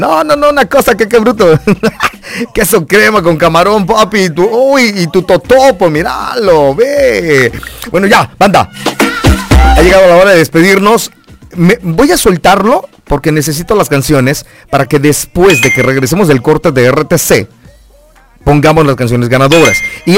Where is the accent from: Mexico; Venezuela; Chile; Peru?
Mexico; Chiapas; a lo mejor no hablo como chiapaneco en sí, en realidad, pero yo no soy mexiquense, pues, o sea, la mexiquense es mi esposa